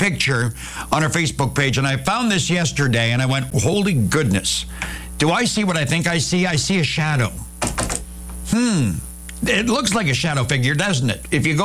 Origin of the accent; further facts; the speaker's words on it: Saskatchewan, Canada; moved away; I used to do that all the time growing up in Saskatchewan.